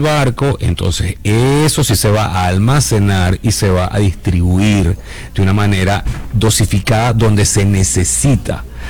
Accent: Venezuela; nosotros como venezolanos

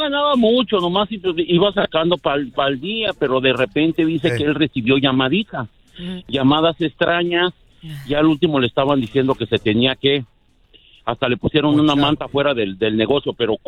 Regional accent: Mexico City, Mexico; No, yo no soy de Guerrero, yo soy de la Ciudad de México.

